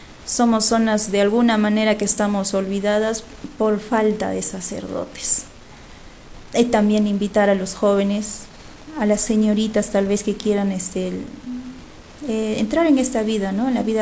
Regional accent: Estrella valley, Calca province, Cusco, Peru; por nosotros que somos de los valles. Yo soy del valle de Llanatile, de Estrella.

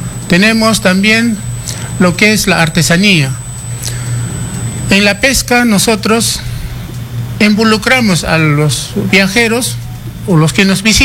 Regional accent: Puno, Peru; saludarles desde el lago navegable más alto del mundo, que nosotros venimos y mantenemos nuestra cultura viva

